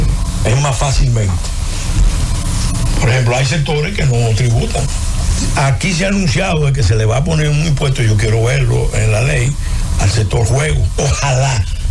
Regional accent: Dominican Republic

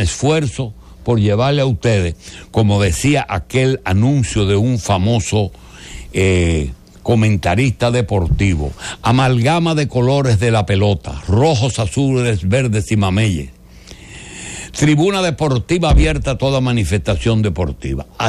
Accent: Dominican Republic; ¿qué es lo que está pasando en mi país?

